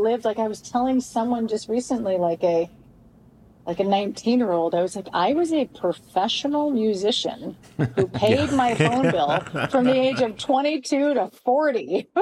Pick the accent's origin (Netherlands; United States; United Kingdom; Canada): Canada; born or raised there